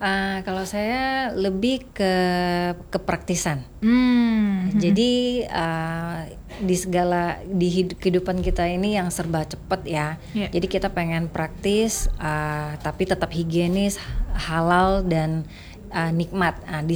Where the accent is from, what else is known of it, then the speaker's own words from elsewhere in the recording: Pontianak, West Kalimantan, Indonesia; kita warga Pontianak